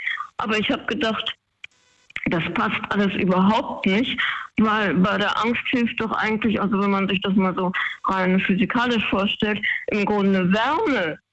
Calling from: Baden-Württemberg, Germany; Aus der Ecke Schwarzwald.

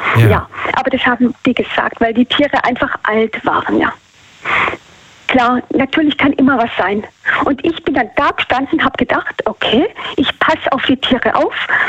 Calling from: Baden-Württemberg, Germany; Kreis Böblingen Richtung Stuttgart.

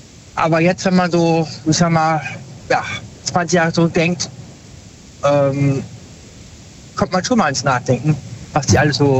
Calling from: Cologne, North Rhine-Westphalia, Germany; Aus dem Raum Köln.

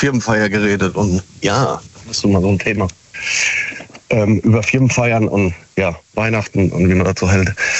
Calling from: Siegen, North Rhine-Westphalia, Germany

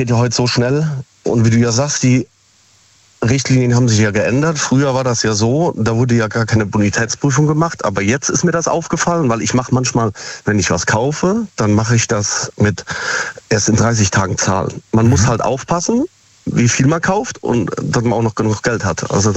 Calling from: Siegen, North Rhine-Westphalia, Germany

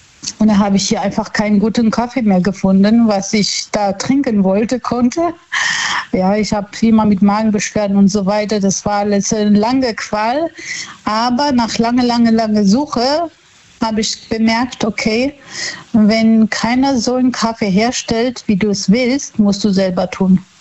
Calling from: Wissembourg, Grand Est, France; Ich bin in Wissenburg.

